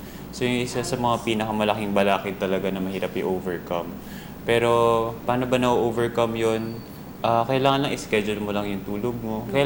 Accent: Pasig, Metro Manila, Philippines; Ako, taga Pasig.

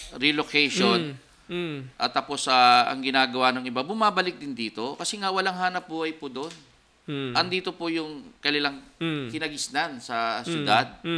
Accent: Mangatarem, Ilocos Region, Philippines; Ito, sabi ni ano ni Sheriff Emmanuel Austria ng Mangatarem, Pangasinan. Ba, ito yung bayan ko to, ah.

